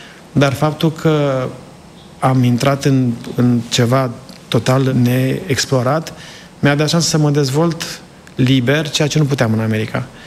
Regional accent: Sibiu County, Romania; now in United States; am vrut să crească cam cum am crescut eu, sunt de lângă Sibiu. Am stat lângă copșa mică și...

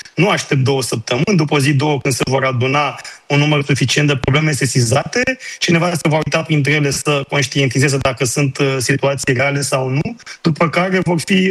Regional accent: Romania; Și eu sunt român și eu merg cu trenul

